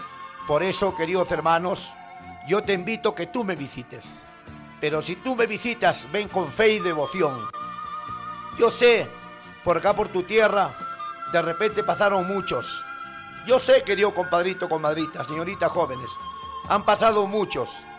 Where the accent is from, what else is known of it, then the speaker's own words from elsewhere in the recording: northern Peru, Peru; Pero yo soy norteño